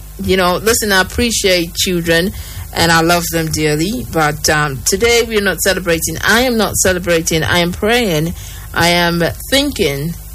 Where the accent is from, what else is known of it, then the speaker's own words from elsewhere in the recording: Nigeria; as a Nigerian